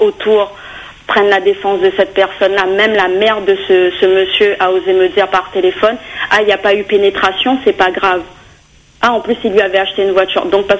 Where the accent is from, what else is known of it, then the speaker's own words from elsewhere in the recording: Réunion; born there; on est nés à La Réunion.